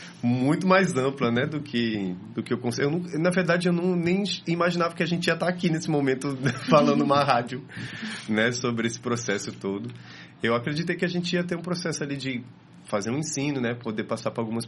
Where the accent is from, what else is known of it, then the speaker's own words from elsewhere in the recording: Rio Grande, Rio Grande do Sul, Brazil; moved away as an adult; now in Recife, Brazil; Eu sou do litoral sul do Rio Grande do Sul, numa cidade chamada Rio Grande.